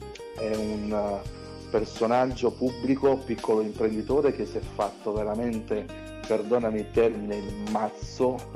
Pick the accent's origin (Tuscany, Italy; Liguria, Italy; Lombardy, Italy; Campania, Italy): Campania, Italy; Naples; io sono nato e cresciuto a Napoli